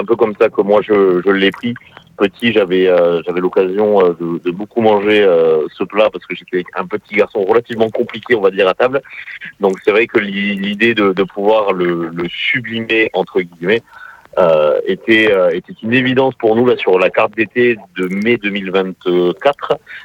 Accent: South-West France, France; moved away; moi, je suis originaire du Sud-Ouest.

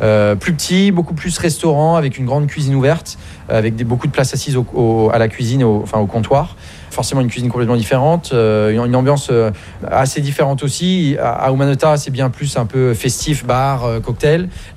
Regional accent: France; now in Hong Kong; Nous sommes français, donc forcément on a cette connexion aussi.

